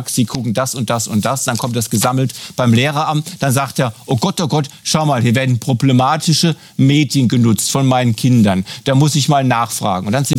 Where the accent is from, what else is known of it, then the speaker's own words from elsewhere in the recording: West Germany, Germany; Ich bin ja als Wessi draußen vor.